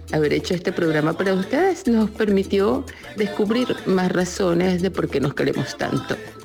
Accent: Venezuela; now in Perth, Australia; periodista, cocinera venezolana y vivo en Perth, Australia.

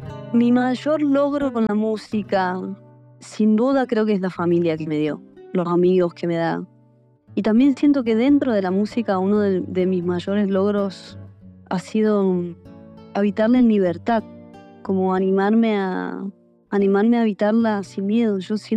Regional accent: Argentina; me siento muy bendecida realmente de la tierra, de Argentina, la tierra en la que crecí y que me nutrió con tanto arte

